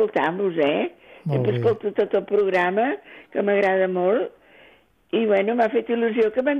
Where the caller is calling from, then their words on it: Barcelona, Catalonia, Spain; soc de Sant Andreu … de Sant Andreu.